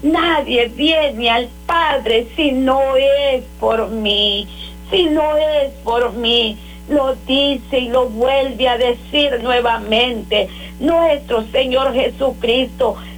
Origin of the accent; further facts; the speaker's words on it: Honduras; moved away; en mi país Honduras